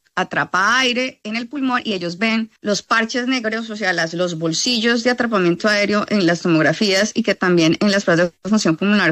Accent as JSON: {"language": "Spanish", "town": "Neiva", "region": "Huila", "country": "Colombia", "moved": "as an adult", "said": "Yo soy de Neiva, huilense."}